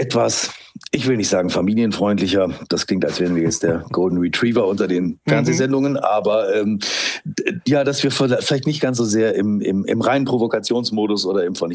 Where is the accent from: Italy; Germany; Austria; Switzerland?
Germany; Rhineland; Alle verorten mich in Hamburg, aber ich bin Rheinländer